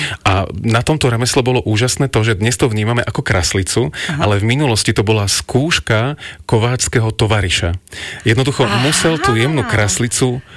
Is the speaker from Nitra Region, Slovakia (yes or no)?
no; Žilina, Žilina Region, Slovakia; Ja som rodák zo Žiliny